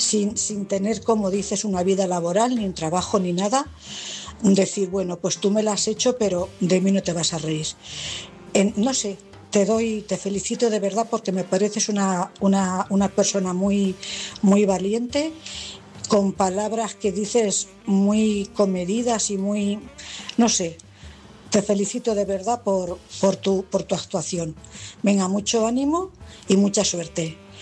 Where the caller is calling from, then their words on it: Cuenca, Castilla-La Mancha, Spain; corresponsal de Cuenca.